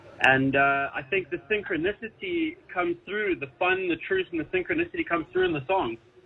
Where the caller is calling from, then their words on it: Hout Bay, Western Cape, South Africa; I hail from the land of Hout Bay.